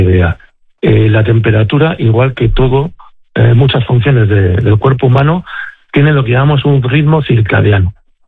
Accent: Region of Murcia, Spain; soy de Murcia

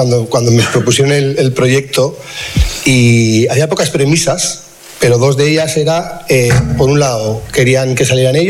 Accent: Bilbao, Basque Country, Spain; soy de Bilbao

